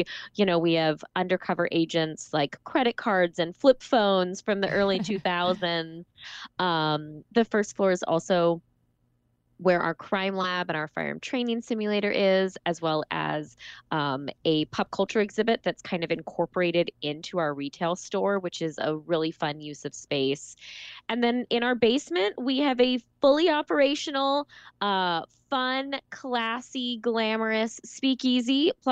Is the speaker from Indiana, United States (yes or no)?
no; Las Vegas, Nevada, United States; moved away as an adult; also born or lived in South Carolina / Massachusetts; I grew up in Las Vegas.